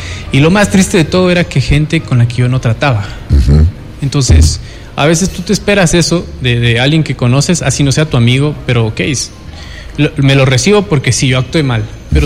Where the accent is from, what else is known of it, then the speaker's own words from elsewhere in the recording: Ecuador; Cuando en realidad, oye, entre ecuatorianos no deberíamos ponernos el p